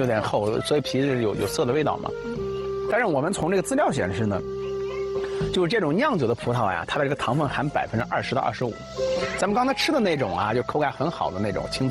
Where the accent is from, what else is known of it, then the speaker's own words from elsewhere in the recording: Gansu, China; 我们甘肃人